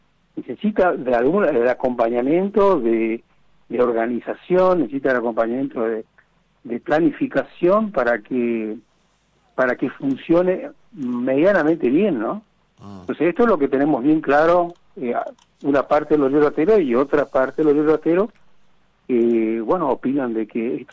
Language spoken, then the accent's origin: Spanish; Montecarlo, Misiones, Argentina; Yo soy de Monte Carlo. Está más o menos a 100 kilómetros de las Cataratas de Iguazú